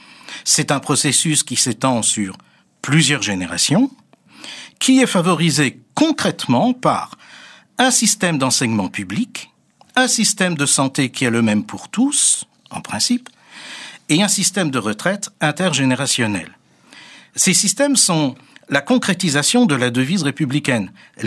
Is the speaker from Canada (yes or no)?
no; France; chez nous en France.